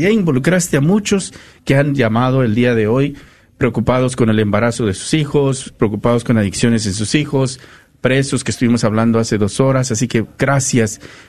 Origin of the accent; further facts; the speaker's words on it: Guerrero, Mexico; una de mi tierra, de allá de Guerrero.